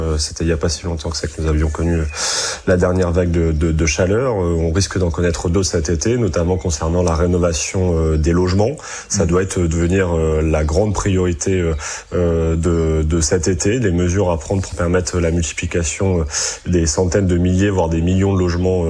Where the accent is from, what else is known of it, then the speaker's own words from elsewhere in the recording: Hauts-de-France, France; On a des endroits plus ruraux, je pense chez moi en Picardie, dans la Somme